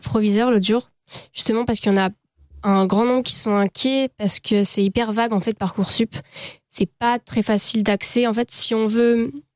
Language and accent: French; Grenoble, Auvergne-Rhône-Alpes, France; Par exemple, moi, bah, nous, on vient de Grenoble, on va avoir plus de chances d'y arriver que si on vient de Paris